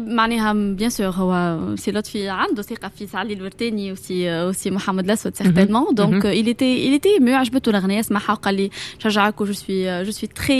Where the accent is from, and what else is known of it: Tunisia